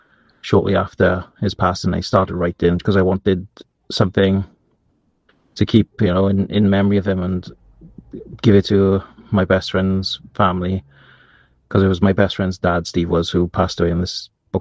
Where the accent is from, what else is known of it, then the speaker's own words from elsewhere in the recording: Aberdeen, Wales, United Kingdom; I am an author from Aberdeen, South Wales.